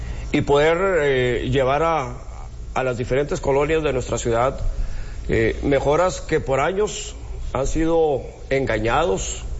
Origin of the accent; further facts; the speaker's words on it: Piedras Negras, Coahuila, Mexico; somos de Piedras Negras y tenemos que buscar cómo solucionar todas las deficiencias que tenemos en nuestra ciudad.